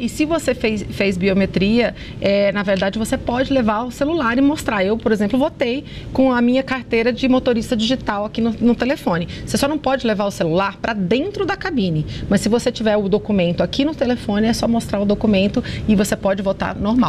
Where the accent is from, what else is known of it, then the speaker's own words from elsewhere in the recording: Brazil; Eu só fiquei sabendo hoje, porque eu sou brasileira, também deixei para a última hora